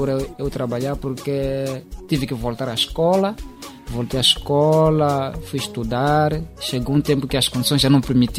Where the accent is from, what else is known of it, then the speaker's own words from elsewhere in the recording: Nyarim, Inhambane, Mozambique; also born or lived in Quilundo; now in Maputo, Mozambique; Eu sou natural de Nyarim, sim. Uhum. Fui nascido em Quilundo, Zavala.